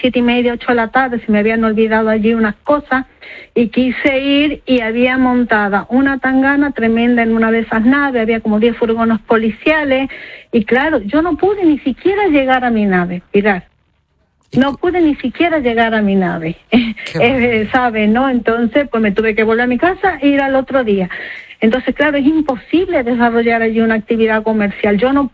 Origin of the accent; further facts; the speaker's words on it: Argentina; now in Ceuta, Spain; yo soy migrante, ¿vale? Yo soy argentina, llevo 20 años en España.